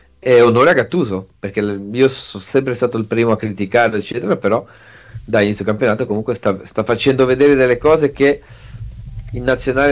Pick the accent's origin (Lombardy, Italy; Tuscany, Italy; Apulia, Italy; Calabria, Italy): Lombardy, Italy; Bergamo; tu lo sai che sono bergamasco